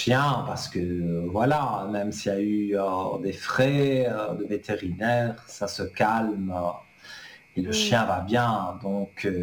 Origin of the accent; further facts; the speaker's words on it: Italy; moi je suis pur italien aussi.